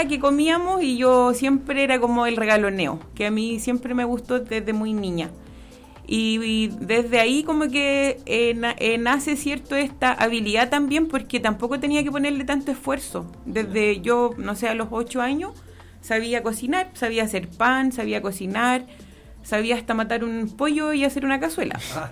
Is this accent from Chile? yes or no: yes; Curicó, Maule, Chile; now in Potrero Grande, Chile; ¿cierto? Soy 100% curicana. Vivo en la localidad de Potrero Grande, o ahora Cordillería